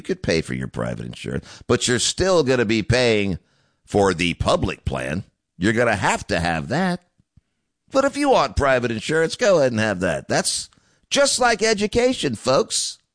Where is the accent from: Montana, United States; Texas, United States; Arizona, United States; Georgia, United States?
Georgia, United States; Atlanta; My parents sent me to the best private school in the South when I was growing up in Atlanta.